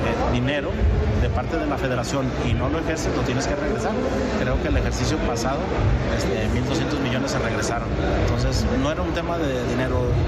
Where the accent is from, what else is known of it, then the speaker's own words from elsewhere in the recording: Jalisco, Mexico; Eso la verdad nos da mucha tranquilidad como jaliscienses.